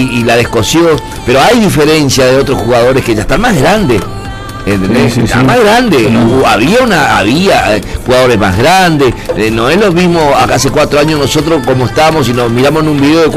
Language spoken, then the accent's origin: Spanish; Argentina; también somos argentinos y desconfiados. Porque el argentino es desconfiado